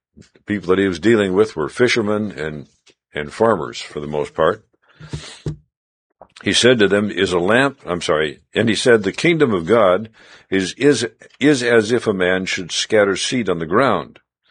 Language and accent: English; Mesa, Arizona, United States; also born or lived in Latin America; from Mesa, Arizona.